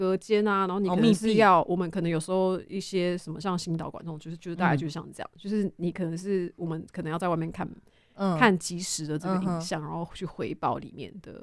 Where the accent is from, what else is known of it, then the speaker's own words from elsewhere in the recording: Taiwan; moved away; 比如说我在国外，但是我可能也代表一些我自身文化，比如说我来自台湾啊。